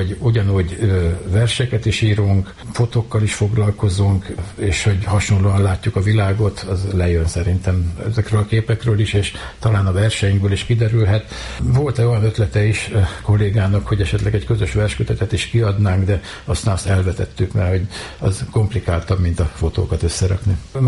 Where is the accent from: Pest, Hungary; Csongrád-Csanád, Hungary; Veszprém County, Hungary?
Pest, Hungary; Pilisszentkereszt; born there; Az én gyökereim pedig a Pilisben vannak, tehát hogy piliszentkereszti születésű vagyok